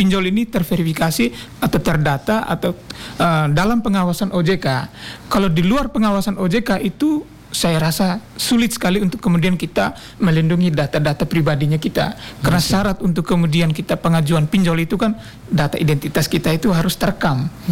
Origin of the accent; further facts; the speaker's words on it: Nangaba, East Nusa Tenggara, Indonesia; now in Semarang, Indonesia; Saya asli Ataende.